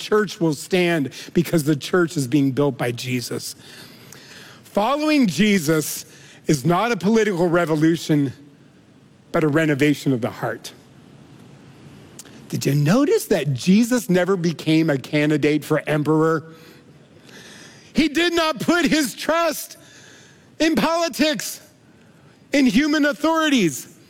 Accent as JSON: {"language": "English", "country": "United States", "said": "I think as American citizens, we should vote."}